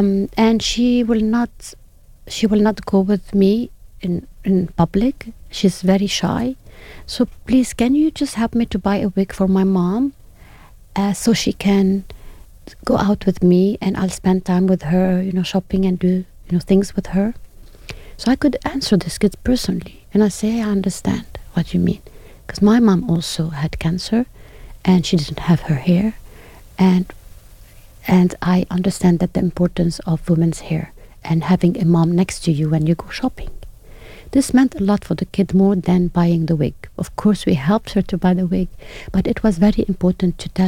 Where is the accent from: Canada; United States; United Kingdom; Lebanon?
Lebanon; I'm from Lebanon